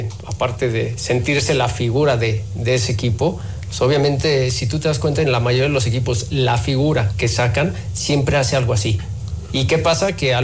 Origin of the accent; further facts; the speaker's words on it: Catalonia, Spain; Sí, somos catalanes.